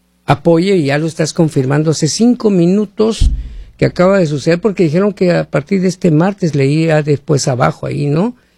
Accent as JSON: {"language": "Spanish", "region": "Sonora", "country": "Mexico", "moved": "yes", "lives_now": "United States", "said": "lo digo en Sonora, que yo soy de ahí, que el estado de Sonora en México es colindante con el estado de California, digo de Arizona, y está cerca de California también"}